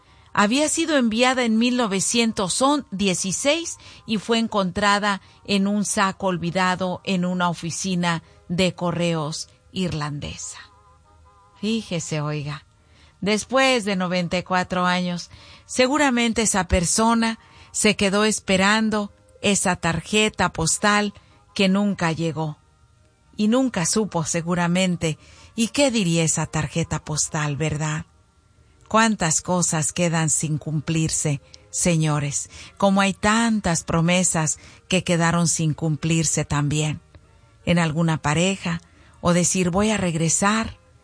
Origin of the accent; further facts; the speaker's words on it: Zacoalco de Torres, Jalisco, Mexico; born there; moved away; de allá de mi pueblo de Zacualco de Torres, Jalisco.